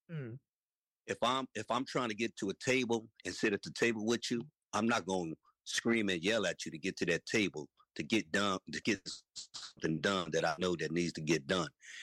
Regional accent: Philippines; I'm Filipino, but they never taught me about nothing about Filipinos in the history of me going from elementary all the way to high school.

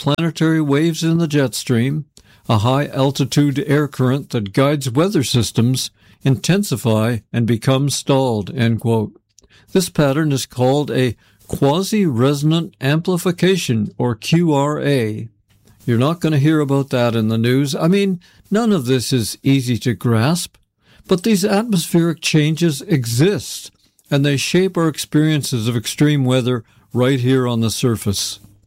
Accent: Toronto, Ontario, Canada; I grew up around Toronto

